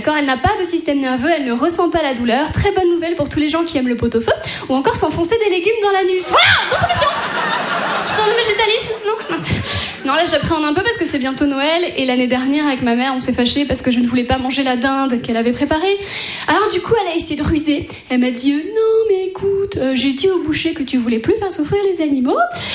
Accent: Brittany, France; moved away

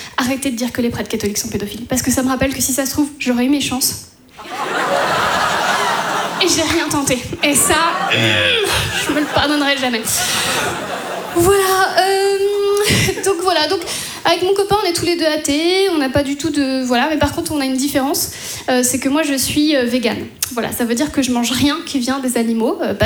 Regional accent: Brittany, France; moved away; j'ai été obligée de quitter mon pays en 2008. La Bretagne. Mais bien sûr que j'ai quitté la Bretagne.

